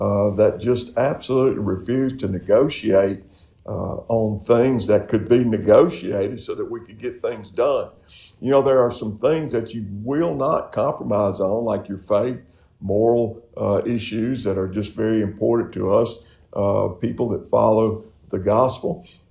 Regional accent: Mississippi, United States; growing up on the Mississippi Gulf Coast, we love to fish.

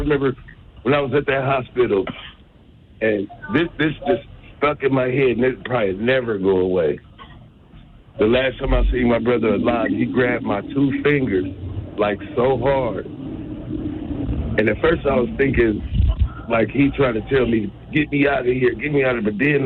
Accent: Milwaukee, Wisconsin, United States; also born or lived in Napa; We was born in Napa, raised in Milwaukee.

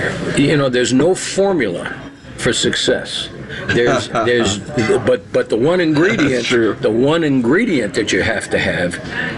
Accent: Hartford, Connecticut, United States; moved away; it's in Hartford, which is my hometown.

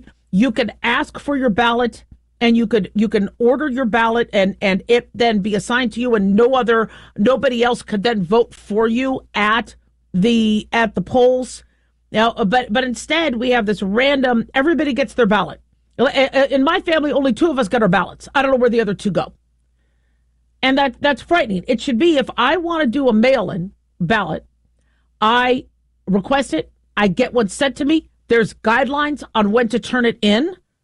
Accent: California, United States; I love my state. I'm from California. It's beautiful. I have family there.

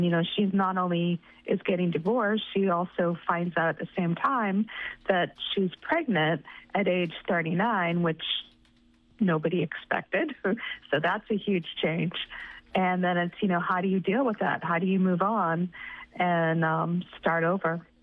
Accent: Massachusetts, United States; I grew up on Cape Cod, which is a beautiful place. I've written some books set there too.

